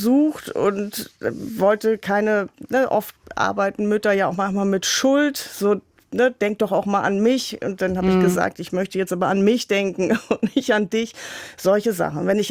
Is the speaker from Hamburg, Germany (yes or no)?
yes; Hamburg, Germany; Hier an der Kellinghusenstraße. Ich bin aus Hamburg.